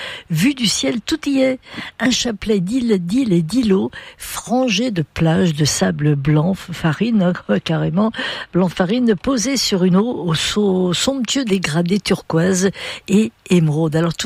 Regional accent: France; chez nous en France

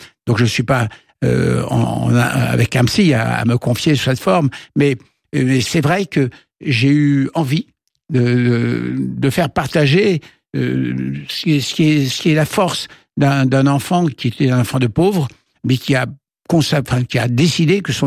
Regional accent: France; C'est l'envie d'être français. Je suis français.

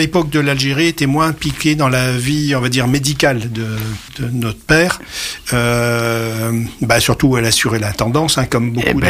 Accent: France; born there; Alors moi, non, je suis né en 63, donc je suis né 3 ans plus tard, à Clermont.

